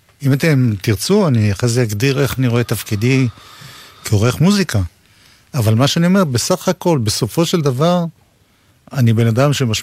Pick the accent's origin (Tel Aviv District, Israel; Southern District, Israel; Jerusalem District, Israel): Jerusalem District, Israel; Jerusalem; אני ירושלמי דרך אגב, אם כבר... שגם זה סוג של פריפריה.